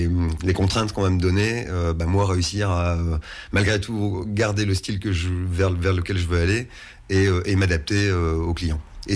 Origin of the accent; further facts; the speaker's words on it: Hauts-de-France, France; Là, c'était beaucoup plus proche de chez moi parce que je suis du Nord.